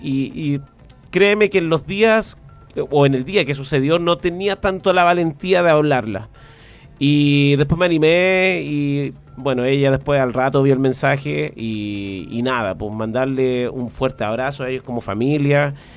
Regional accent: Pichidegua, O'Higgins, Chile; nosotros somos de Pichidegua y tenemos una vinculación con la comuna, y también un cariño muy grande por San Vicente

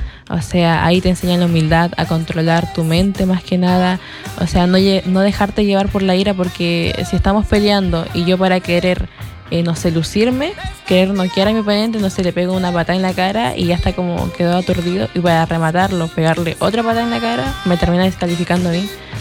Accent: Peru; now in Castro, Chile; Soy peruana.

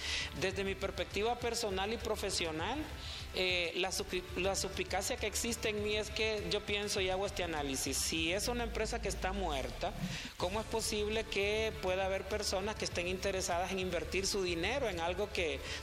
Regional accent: Honduras; por lo que conozcamos nosotros como hondureños

